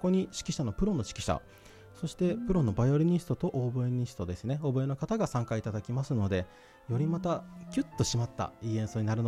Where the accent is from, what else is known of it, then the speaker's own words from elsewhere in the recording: Nobeoka, Miyazaki, Japan; 私も信岡出身としてこの … さんのですね出演をとても嬉しく楽しみにしております。